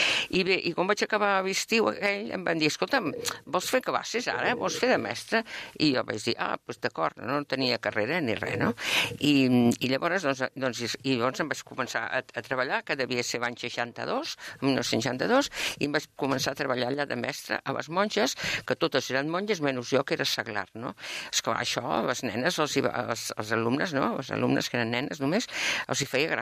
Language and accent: Catalan; Mollet del Vallès, Catalonia, Spain; soc una persona que vaig néixer a Can Jornet de Gallecs l'any 1945, per tant, tinc 81 anys, i m'he passat la vida entre Gallecs, Mollet, i una miqueta, i també, doncs, no sé, he viatjat, he anat a treballar un any a Canàries